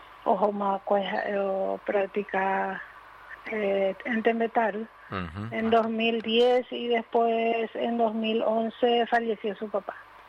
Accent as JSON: {"language": "Spanish", "country": "Paraguay", "said": "Soy de Huereco. Tengo 4 años."}